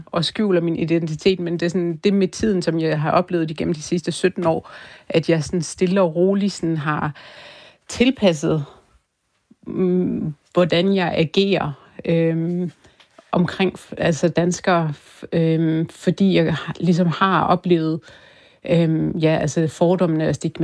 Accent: Greenland; i og med, at jeg er grønlænder.

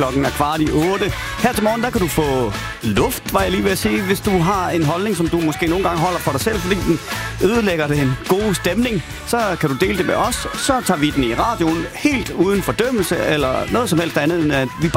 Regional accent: Varde, Region of Southern Denmark, Denmark; born or raised there; moved away

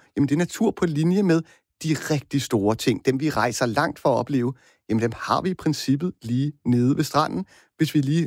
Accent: Bornholm, Capital Region of Denmark, Denmark; Jeg er uddannet biolog, jo, men før det er jeg jo bornholmer. Og jeg er født et stenkast fra havet.

